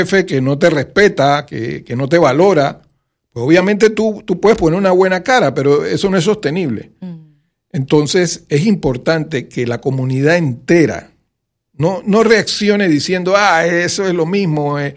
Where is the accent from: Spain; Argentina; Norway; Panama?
Panama; qué somos los panameños